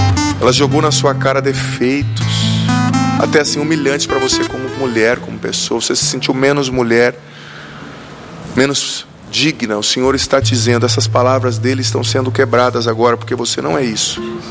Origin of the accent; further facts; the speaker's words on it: Paraná, Brazil; Lá na minha cidade, no Paraná, quando eu era criança